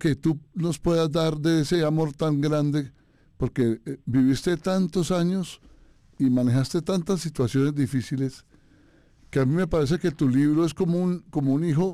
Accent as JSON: {"language": "Spanish", "region": "Bogotá", "country": "Colombia", "said": "Sí, ya sé, ya lo sé, yo soy bogotano."}